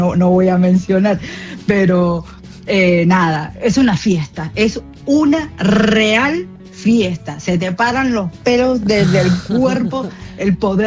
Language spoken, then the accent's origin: Spanish; Luis Guillón, Buenos Aires Province, Argentina; now in United States; nos hicimos una quinta atrás de la casa, hicimos una quinta como teníamos ahí en Luis Guillón, que somos de Luis Guillón.